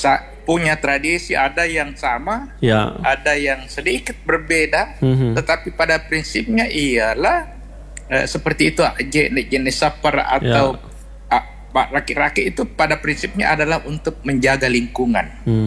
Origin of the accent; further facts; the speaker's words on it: Galesong, South Sulawesi, Indonesia; di kampung saya di Galesong